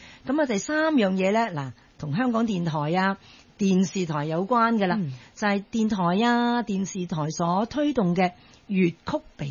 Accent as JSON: {"language": "Cantonese", "region": "Guangdong", "country": "China", "said": "咁但係當然我哋本身係廣東人嚟噶嘛。"}